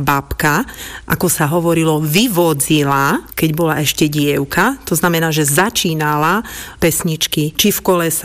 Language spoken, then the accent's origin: Slovak; Gelnica, Košice Region, Slovakia; Nie som rodáčka zo Žakaroviec, ale som rodáčka z malej časti Gelnice, ktorá sa volá Mária Huta, ale môj otec bol rodák zo Žakaroviec.